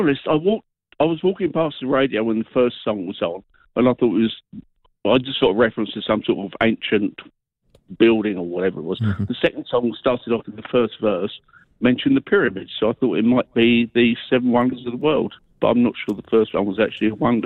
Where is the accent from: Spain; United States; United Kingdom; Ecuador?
United Kingdom; England; Yes, okay, I'm English.